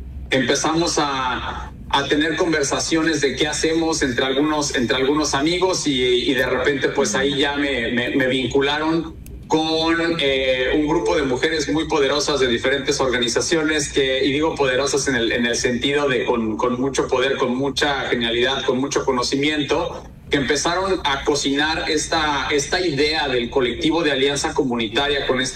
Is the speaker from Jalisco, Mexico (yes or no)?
no; Mexico City, Mexico; born there; now in La Paz, Mexico; yo nací en Ciudad de México, tengo aquí en La Paz alrededor ya de 25 años